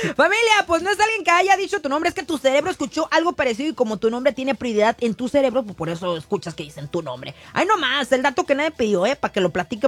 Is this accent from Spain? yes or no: yes; Spain; Y yo soy española.